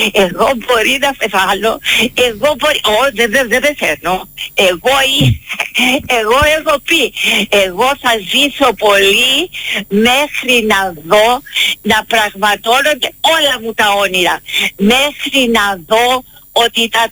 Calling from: Crete, Greece; ένα τέτοιο μέρος που εγώ ζω, μια τέτοια Ελλάδα

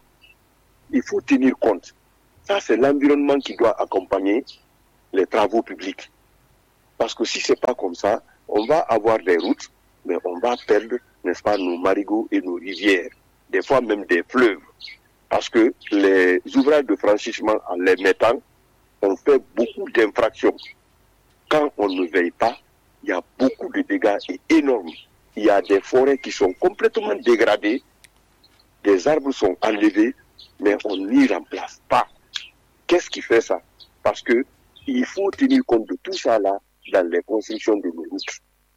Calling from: Guinea

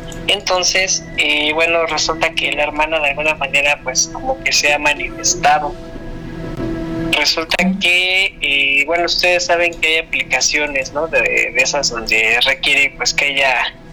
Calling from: Mexico City, Mexico; De acá, Tlalpan.

